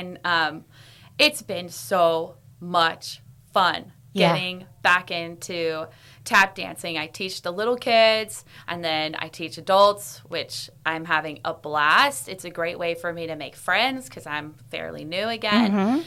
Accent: United States; also born or lived in Nashville; now in Sonoma, United States; I grew up in Tahoe, which is not too far away from here.

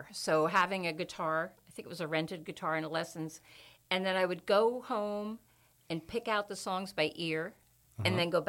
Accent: New Jersey, United States; But you know, when I learned to in New Jersey, everybody swam in the summer. I grew up in New Jersey.

